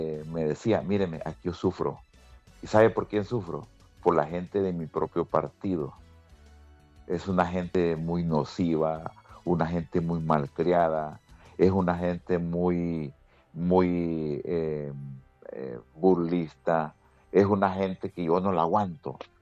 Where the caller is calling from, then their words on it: Honduras; Y yo le voy a decir una cosa es que yo esté molesto como hondureño con algunas actitudes del gobierno